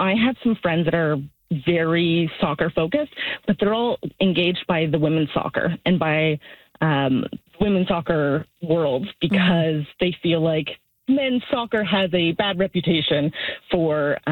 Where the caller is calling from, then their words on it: Oakville, Ontario, Canada; I am in Oakville, and with that, I'm in normal people Oakville.